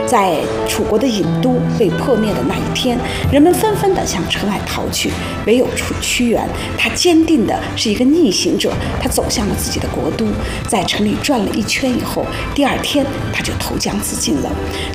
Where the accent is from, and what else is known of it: Gansu, China